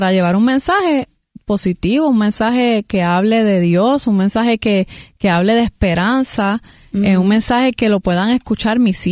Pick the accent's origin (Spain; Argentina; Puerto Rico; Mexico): Puerto Rico; de niña, aquí en Puerto Rico, con mis dos hermanas